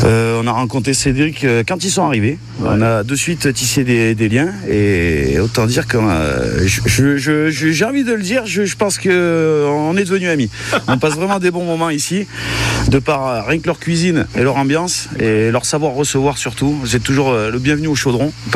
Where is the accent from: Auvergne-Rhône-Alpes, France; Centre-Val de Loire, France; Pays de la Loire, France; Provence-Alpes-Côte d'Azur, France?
Auvergne-Rhône-Alpes, France; Valaurie; on est du village voisin, on est de Valory